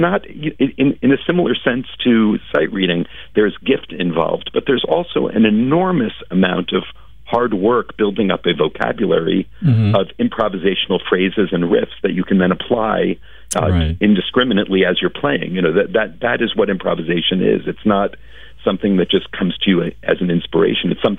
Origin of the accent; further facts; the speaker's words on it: Scarsdale, New York, United States; I grew up in Scarsdale, New York, just down the street from Greenwich, where I'm now working.